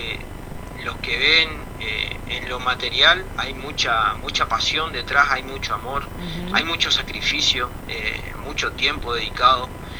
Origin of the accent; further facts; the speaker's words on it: Oberá, Misiones, Argentina; somos obereños, uh-huh. nacidos y criados en Verá.